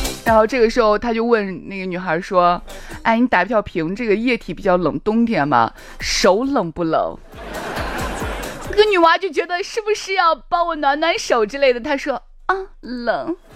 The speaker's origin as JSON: {"language": "Chinese", "region": "Shaanxi", "country": "China", "said": "就我们陕西人啊"}